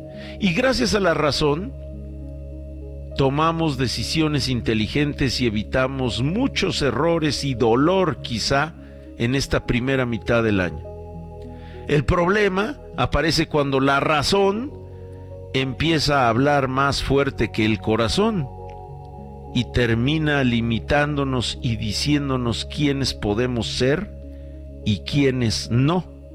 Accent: Mexico

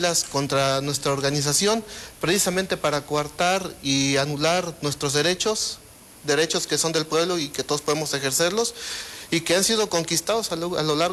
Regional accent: Morelia, Michoacán, Mexico; Y pues prácticamente incluso hasta compañeros que somos de aquí de Morelia, se nos quiere lanzar fuera de la ciudad.

